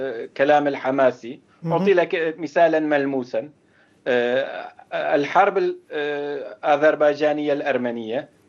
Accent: Turkey; فبالتالي نحن كشعب تركي

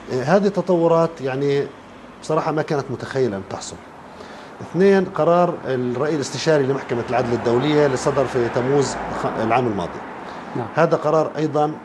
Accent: Palestine; بدأنا الآن يعني كفلسطينيين

